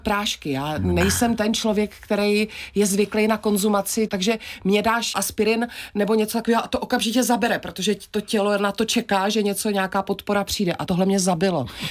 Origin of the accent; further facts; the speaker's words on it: Moravia, Czechia; Na poli u nás na Moravě, když zafouká vítr a jsi na senách, tak je taky sucho